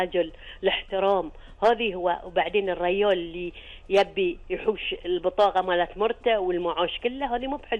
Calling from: Bahrain; أنا أكلمك من هني من البحرين

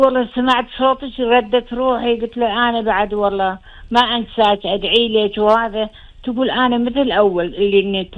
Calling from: Kuwait; يحفظ ديرتنا إن شاء الله.

